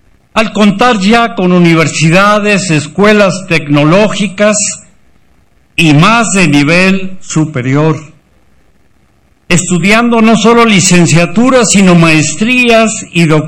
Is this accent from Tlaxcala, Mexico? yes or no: yes; Apizaco, Tlaxcala, Mexico; presidente municipal constitucional de Apizaco, mi tierra.